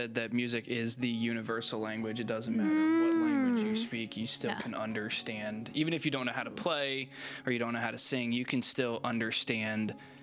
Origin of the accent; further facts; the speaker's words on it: Maryland, United States; born there; moved away as an adult; also born or lived in Russia; now in Ave Maria, United States; Originally from Russia, actually, and I was adopted and lived in Maryland up until this year, where I moved permanently down here to Ave Maria.